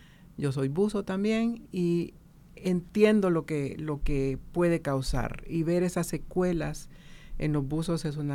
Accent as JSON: {"language": "Spanish", "country": "Honduras", "said": "nos toca a nosotros como hondureños ser muy responsables con nuestra economía"}